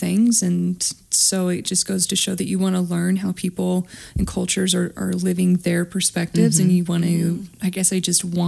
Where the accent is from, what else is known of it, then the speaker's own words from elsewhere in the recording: Mead, Washington, United States; now in Cheney, United States; I grew up in Mead, but I mean, I've lived everywhere, though, in Spokane County. So the Valley, Browns Addition, South Hill, Cheney, yeah, where I currently reside.